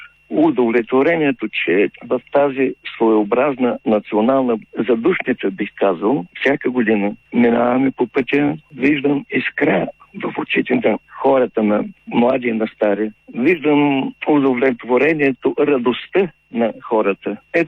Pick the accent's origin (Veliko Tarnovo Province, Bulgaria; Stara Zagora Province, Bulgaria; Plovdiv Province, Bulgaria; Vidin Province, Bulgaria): Plovdiv Province, Bulgaria; Asenovgrad; moved away as an adult; now in Sliven, Bulgaria; Аз дори съм от Асеновград. И 50 и няколко години живея тук в Сливен.